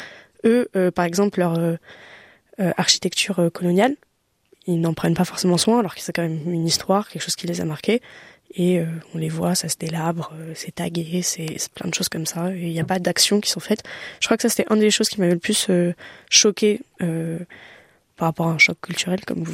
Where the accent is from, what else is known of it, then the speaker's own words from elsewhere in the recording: France; je débarque, je suis française, d'origine portugaise, bon ok.